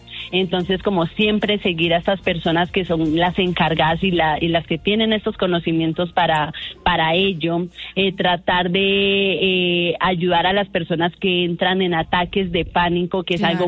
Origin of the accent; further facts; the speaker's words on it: Colombia; Es un momento donde todos como colombianos tenemos que ayudarnos unos con otros.